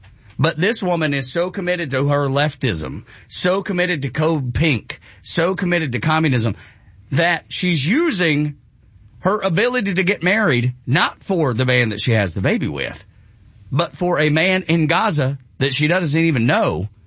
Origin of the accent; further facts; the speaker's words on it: Georgia, United States; I'm from Northwest Georgia. Some people accuse us of that anyway.